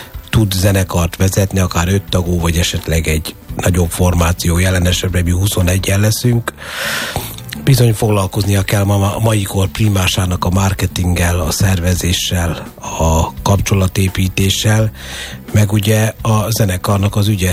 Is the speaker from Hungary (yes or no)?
yes; Karcag, Jász-Nagykun-Szolnok, Hungary; nagyszüleim a cigánytelepen laktak, én karcagi születésű vagyok, és ott ugye a javarész cigányok laktak